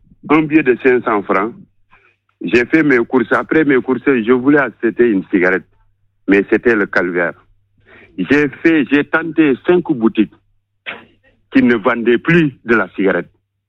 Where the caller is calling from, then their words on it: Makacoulibantang, Tambacounda, Senegal; J'ai quitté mon village ici, plus précisément ici à Makakoulibantan. J'ai quitté Maka pour aller à Tamba, là, notre capitale communale.